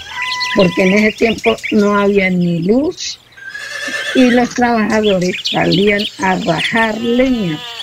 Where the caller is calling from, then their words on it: Colombia